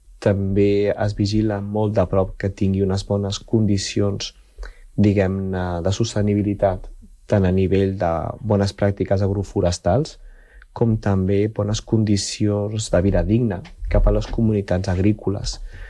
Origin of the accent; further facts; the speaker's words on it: Barcelona, Catalonia, Spain; moved away as an adult; also born or lived in Peru; jo soc de Barcelona, però vaig viure durant molts anys al Perú